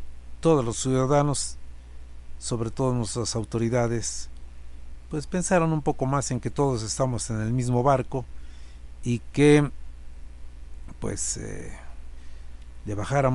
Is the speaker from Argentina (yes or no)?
no; Mexico; personalmente me siento orgulloso de ser mexicano, me siento bien de ser mexicano.